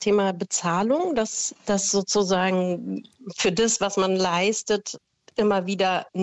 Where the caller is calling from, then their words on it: Berlin, Germany; Aus Berlin, Kreuzberg.